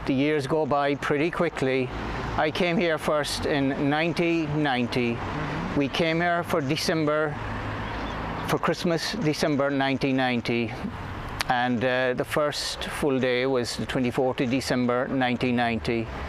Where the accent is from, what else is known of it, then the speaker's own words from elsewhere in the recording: Cork, Munster, Ireland; now in Fall River, United States; I'm from Cork, Ireland, but a priest in the Diocese of Fall River, Massachusetts, USA.